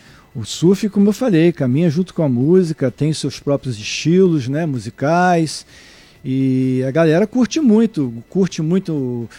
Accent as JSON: {"language": "Portuguese", "town": "Niterói", "region": "Rio de Janeiro", "country": "Brazil", "tie": "born or raised there", "also_born_or_lived": "Salvador", "said": "eu nasci em Salvador, Bahia, fui criado em Niterói e no Rio de Janeiro."}